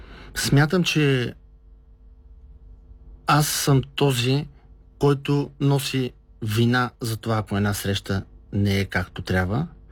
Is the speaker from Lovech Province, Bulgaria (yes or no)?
yes; Lovech, Lovech Province, Bulgaria; Все пак идвам и от Лович.